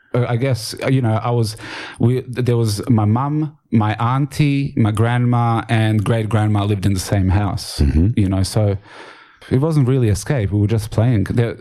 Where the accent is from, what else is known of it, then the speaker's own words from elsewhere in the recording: Bosnia & Herzegovina; It was Herzegovina, because I'm from Bosnia and Herzegovina.